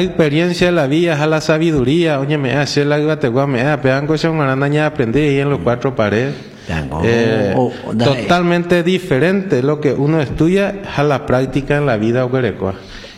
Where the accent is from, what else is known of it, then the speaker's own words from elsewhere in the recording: Paraguay; como orqueteño, como paraguayo